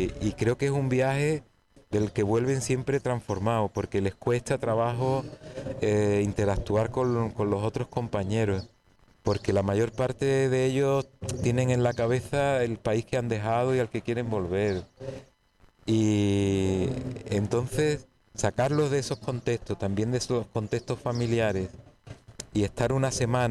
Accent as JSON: {"language": "Spanish", "country": "Spain"}